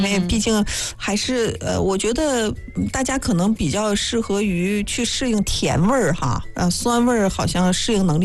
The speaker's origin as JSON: {"language": "Chinese", "town": "Hulunbuir", "region": "Inner Mongolia", "country": "China", "said": "如果说您能有机会来我们呼伦贝尔"}